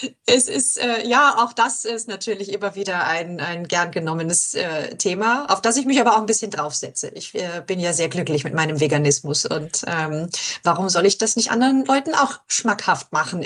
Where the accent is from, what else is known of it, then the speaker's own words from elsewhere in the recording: Germany; moved away as an adult; now in Austria; ich komme halt von 50 Kilometer in die Richtung. Also es ist ja sehr uninteressant eigentlich, dass ich aus Deutschland bin